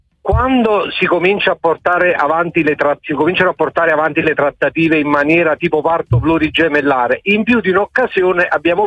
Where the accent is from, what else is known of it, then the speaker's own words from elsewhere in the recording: Naples, Campania, Italy; Vi chiamo dal Mantovano, sono di Napoli, ma chiamo dal Mantovano.